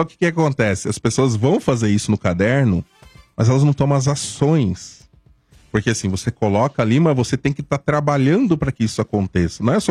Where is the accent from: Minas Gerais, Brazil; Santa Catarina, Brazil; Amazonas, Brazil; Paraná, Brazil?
Santa Catarina, Brazil; era mais conhecido regionalmente, eu sou de Santa Catarina, né?